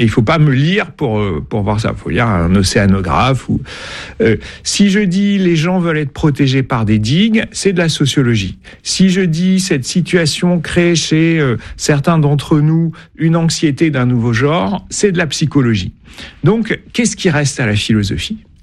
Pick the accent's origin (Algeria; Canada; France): France; Landes, Nouvelle-Aquitaine; j'ai grandi dans les Landes